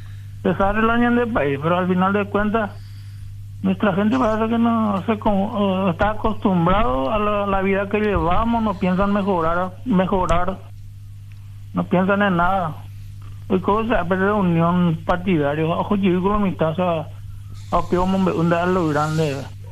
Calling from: Paraguay; Qué vergüenza somos los paraguayos.

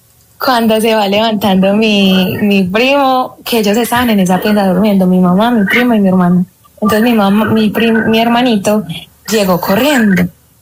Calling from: Medellín, Antioquia, Colombia; Desde Medellín

